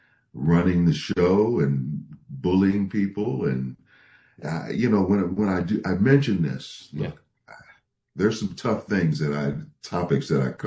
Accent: Minnesota, United States; The Vikings, my hometown, drafted me, thought I could be a tight end, catch some passes from Fran Tarkenton.

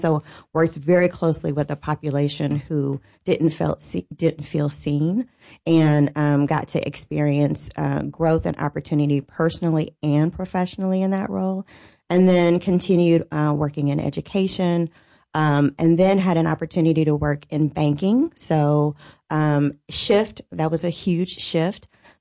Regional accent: Indianapolis, Indiana, United States; I was born and raised here in Indianapolis and been here my whole life, literally my whole life. Went to college here, got my bachelor's here, my master's here. So never moved away. So I claim Indianapolis through and through

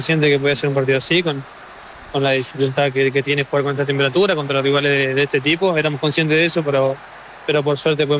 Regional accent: Argentina; Nosotros como argentinos estamos también acostumbrados a sufrir, si no sufrimos no vale

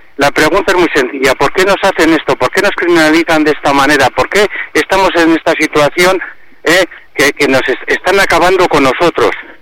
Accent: Foncea, La Rioja, Spain; mi pueblo Foncea, si no es por la rápida intervención de los agricultores, se hubiese quemado.

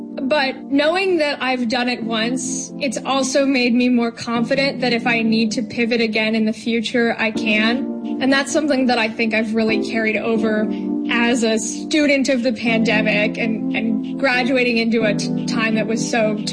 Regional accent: Bethesda, Maryland, United States; I'm from Bethesda, Maryland. I'm 22 years old.

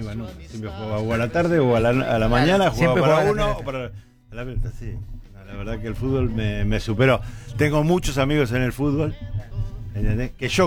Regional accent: Buenos Aires, Argentina

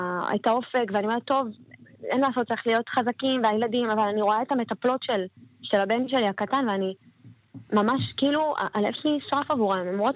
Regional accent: Kiryat Shmona, Northern District, Israel; born there; אני נולדתי פה.

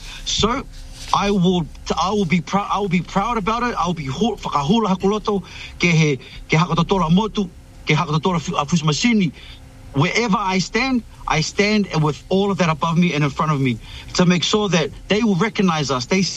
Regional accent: Niue; And so Malcolm and Hans and I, we're island boys from Niue

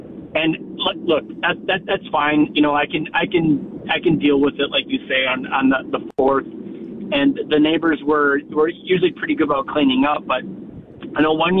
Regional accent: Moorhead, Minnesota, United States; now in West Fargo, United States; Well, when I moved over there, and I grew up on the Minnesota side in Moorhead

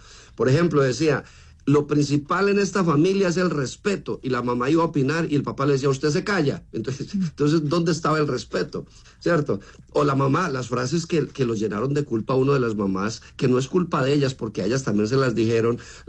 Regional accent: Marinilla, Antioquia, Colombia; Sí, yo nací en Marinilla.

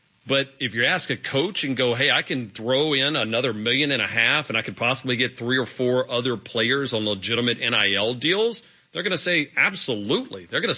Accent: Port Allen, Louisiana, United States; I'm born and raised in Port Allen. I've played college golf at UTSA. I wanted to walk on at LSU.

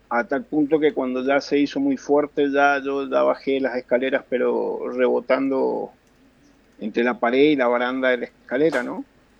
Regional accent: Mendoza, Argentina; Sí tengo experiencia sísmica, soy de Mendoza, ¿no?

